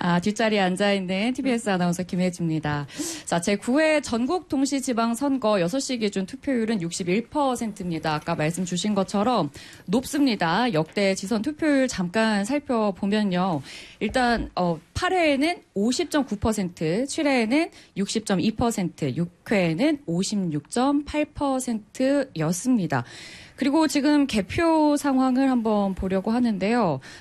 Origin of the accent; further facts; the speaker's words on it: North Chungcheong, South Korea; 자, 충북 갈 건데요. 제 고향 충북.